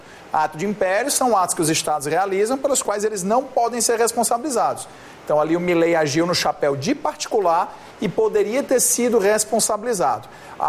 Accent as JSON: {"language": "Portuguese", "region": "Ceará", "country": "Brazil", "said": "É que na minha terra diz assim, colocou um foguete para mim. É. Ah, no Ceará a gente fala assim, colocou um foguete para mim."}